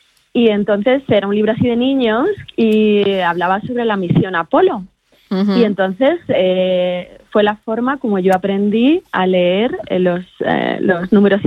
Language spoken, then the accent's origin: Spanish; Madrid, Community of Madrid, Spain; yo soy de Madrid, como he comentado